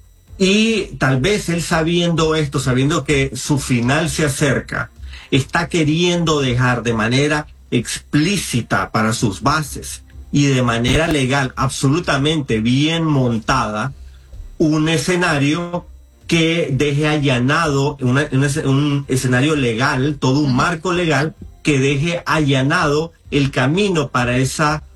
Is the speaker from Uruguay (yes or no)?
no; Nicaragua; te lo digo como un nicaragüense que ha estado en las calles, que se ha manifestado cívicamente